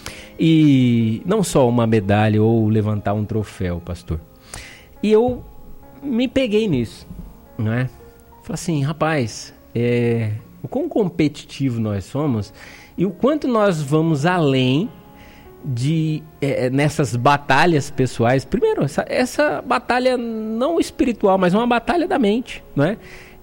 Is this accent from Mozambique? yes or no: no; Brazil; A gente, como brasileiro